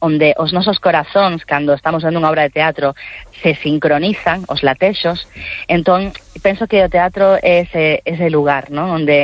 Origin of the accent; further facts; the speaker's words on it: Galicia, Spain; nos tamén somos creadoras galegas, co cal sempre a nosa visión, o facemos dende a nosa idiosincrasia